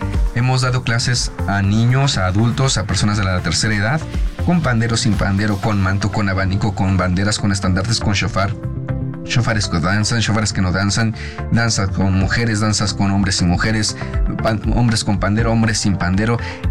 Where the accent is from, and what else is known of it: Mexico